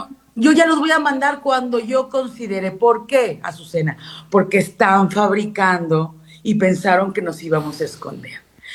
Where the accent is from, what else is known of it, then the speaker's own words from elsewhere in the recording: San Luis Potosí, Mexico; si tú, por ejemplo, yo soy potosina y tú criticas al gobierno de Ricardo Gallardo y a mí se me ocurre como potosina compartirte